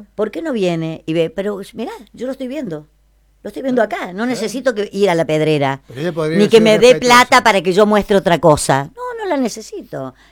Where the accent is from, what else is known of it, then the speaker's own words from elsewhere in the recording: Villa Mercedes, San Luis, Argentina; Yo soy de San Luis. Amo esta tierra. Y soy de Villa Mercedes.